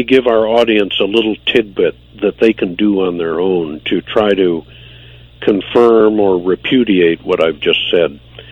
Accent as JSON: {"language": "English", "region": "Missouri", "country": "United States", "tie": "born there", "said": "I was born in Missouri, Art, 67 years ago, the show-me state."}